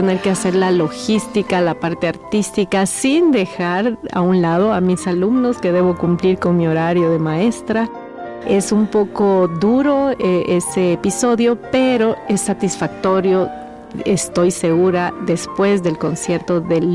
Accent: El Salvador

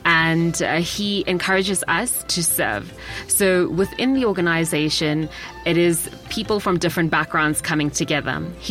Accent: South Africa; Hola, thanks for having me. … from South Africa.

